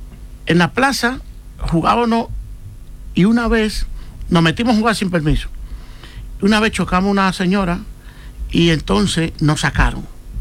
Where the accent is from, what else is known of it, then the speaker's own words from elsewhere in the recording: Dominican Republic; now in Alcalá de Henares, Spain; nos juntábamos los venezolanos y los dominicanos